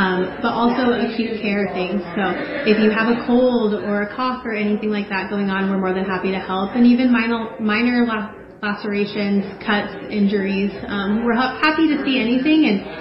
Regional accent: Eustace, Nebraska, United States; Originally, I'm from Eustace, Nebraska, and the reason that I got into healthcare was rural healthcare and taking care of local community members

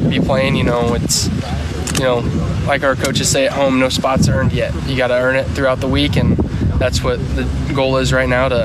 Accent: Lexington, United States; It's no matter what happens, we're always going to persevere through it, and we're going to show what Lexington's made of.

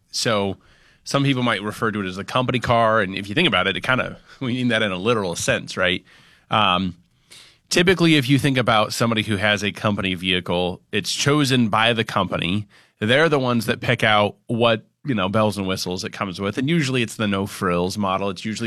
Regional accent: Kearney, Nebraska, United States; So I grew up in Kearney, and towards like the later part of July, they've got their cruise night.

